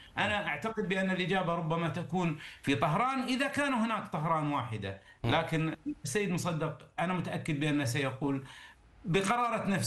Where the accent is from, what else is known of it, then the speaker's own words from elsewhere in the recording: Kuwait; عندنا بالكويت